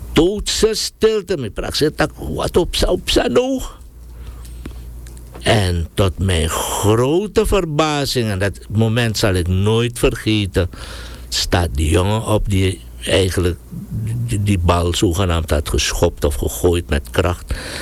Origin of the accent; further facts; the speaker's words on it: Suriname; Zo, en mij lukt het toch. Ik kwam uit Suriname